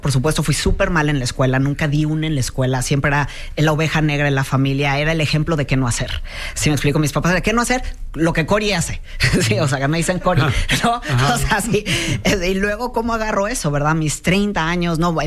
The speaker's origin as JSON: {"language": "Spanish", "country": "Mexico", "tie": "born there", "said": "vengo, nací en México, por supuesto, y mi mamá, de pueblo, nunca aprendió a hablar inglés"}